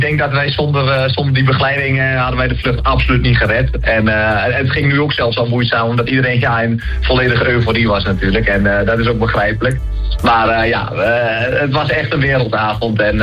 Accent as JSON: {"language": "Dutch", "region": "Overijssel", "country": "Netherlands", "said": "Ja, ik kom uit Twente."}